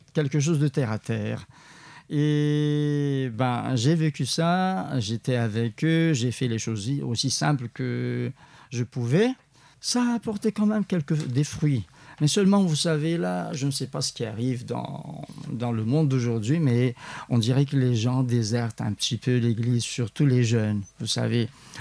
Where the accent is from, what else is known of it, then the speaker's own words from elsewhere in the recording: Antananarivo, Analamanga, Madagascar; et maintenant il est prêtre, dans le diocèse d'où je venais, de Tana.